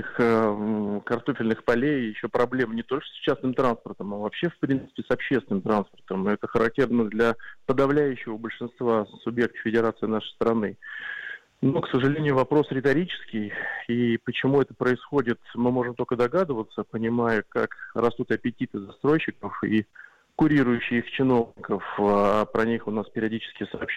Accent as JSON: {"language": "Russian", "town": "Podolsk", "region": "Moscow Oblast", "country": "Russia", "tie": "born or raised there", "said": "В моем родном городе Подольске, например, центральные улицы уже платные парковки."}